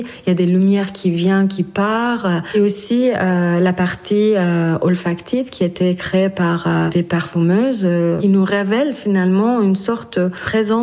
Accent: Iran; Je viens d'Iran, donc en fait, ces cheveux étaient toujours un objet de débat, quelque chose de très tabou.

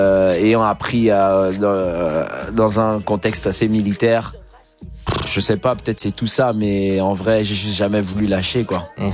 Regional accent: Gabon; moved away; J'ai grandi, je suis né au Gabon, j'ai grandi au Gabon.

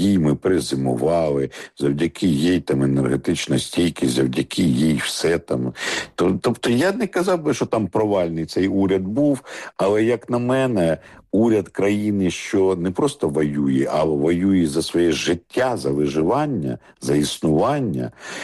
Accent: Vinnytsia, Vinnytsia Oblast, Ukraine; Вінниці, мирне місто, це моє рідне місто, я не хочу образити вінничан

